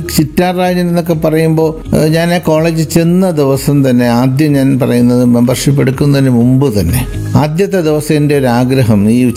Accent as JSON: {"language": "Malayalam", "town": "Kollam", "region": "Kerala", "country": "India", "tie": "born or raised there", "said": "ഞാൻ ജനിച്ചതും വളർന്നതും തുണക്കം എന്ന് പറയുന്നത് കൊല്ലം നഗരത്തിലെ ജോനകപ്പുറം എന്ന് പറയുന്നൊരു തീരപ്രദേശത്താണ്. അവിടെയാണ് എൻ്റെ അച്ഛനും അച്ഛൻ്റെ വാപ്പയും വാപ്പയുടെ വന്നെങ്കിൽ പിതാവിൻ്റെ വാപ്പയും ഒക്കെ താമസിച്ച് വളർന്നതൊക്കെ അവിടുന്ന്."}